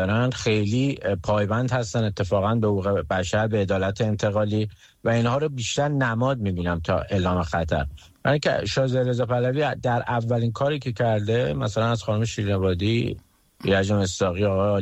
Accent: Iran; به عنوان یک ایرانی

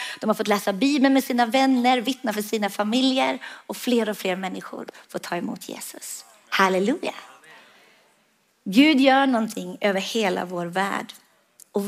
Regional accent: Sweden

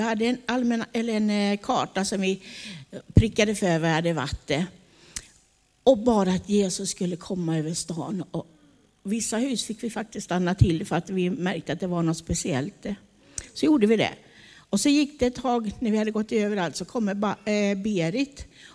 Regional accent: Småland, Sweden; moved away; i Småland där jag kommer ifrån så säger man att väggarna börnar.

